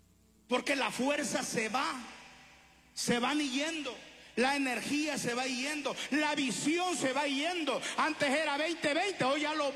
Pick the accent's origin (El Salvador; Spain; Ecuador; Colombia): El Salvador; porque eso pasó allá en mi país, en El Salvador.